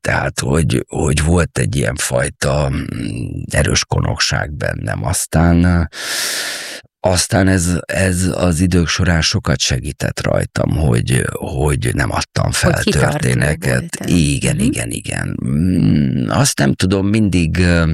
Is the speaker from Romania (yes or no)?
yes; Târgu Mureș, Mureș County, Romania; moved away; also born or lived in Miskolc; ez 80-as évek, Marosvásárhely, Románia, én Erdélyben születtem, Marosvásárhelyen